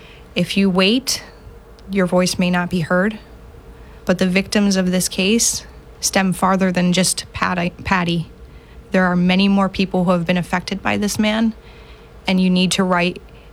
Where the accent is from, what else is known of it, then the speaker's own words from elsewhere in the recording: Bainbridge, United States; I'm from the Bainbridge area, and my community has stood up with me They have seen me grow up in this area